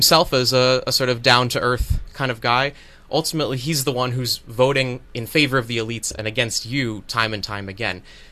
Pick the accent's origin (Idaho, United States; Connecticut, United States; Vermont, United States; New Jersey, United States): Connecticut, United States; Sprague; I'm from Sprague, live in Sprague